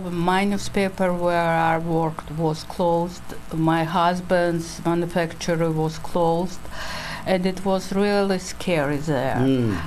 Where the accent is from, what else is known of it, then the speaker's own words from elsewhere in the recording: Georgia; English is a second language; moved away as an adult; now in United States; I was from Georgia, I was not from Russia.